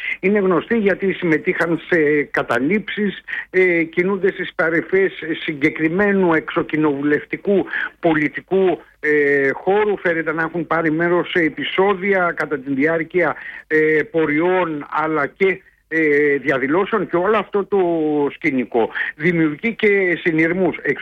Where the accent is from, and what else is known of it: Dafni, West Greece, Greece